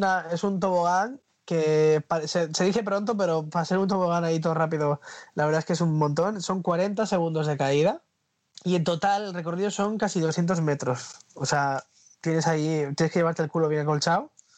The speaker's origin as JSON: {"language": "Spanish", "town": "Murcia", "region": "Region of Murcia", "country": "Spain", "said": "yo soy de Murcia."}